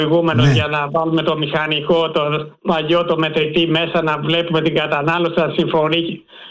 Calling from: Metamorfosi, Attica, Greece; από τη Μεταμόρφωση.

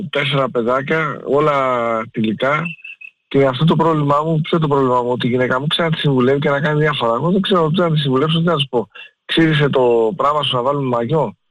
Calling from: Galatsi, Attica, Greece; είμαι από Γαλάτσι.

